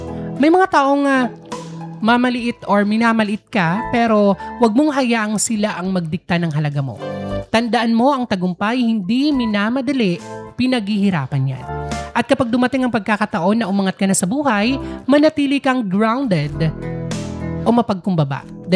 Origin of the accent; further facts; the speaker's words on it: Eastern Visayas, Philippines; nakaka-proud kasi, diba, una sa lahat, taga-probinsya tayo, waray.